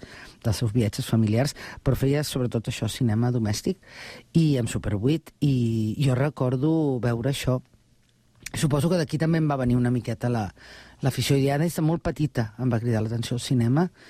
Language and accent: Catalan; Barcelona, Catalonia, Spain; moved away as an adult; now in Sant Cugat del Vallès, Spain; em sento molt santcugatenca després de més de 20 anys visquent aquí, però jo sóc nascuda a Barcelona